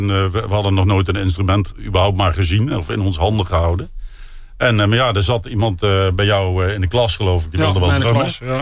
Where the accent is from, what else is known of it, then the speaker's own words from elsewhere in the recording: Nijmegen, Gelderland, Netherlands; Maar het eerste punkconcert dat ik heb gezien als Nijmegenaar was … uit Arnhem.